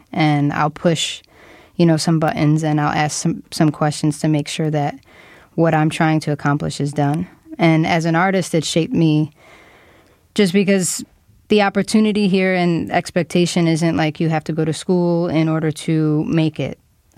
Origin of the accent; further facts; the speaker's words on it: Chicago, Illinois, United States; And this is what Chicago sounds like. I grew up here. My parents were born and raised in Chicago.